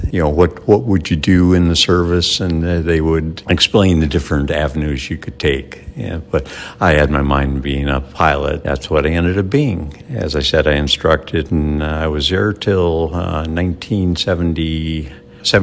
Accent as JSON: {"language": "English", "region": "Minnesota", "country": "United States", "tie": "born or raised there", "moved": "as an adult", "said": "I was raised in Minnesota, and I went to pilot training."}